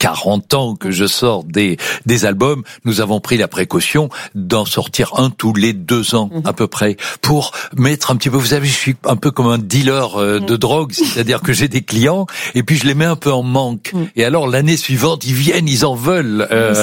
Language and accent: French; Belgium; now in France; Mais je suis belge dans un pays où le vote est obligatoire.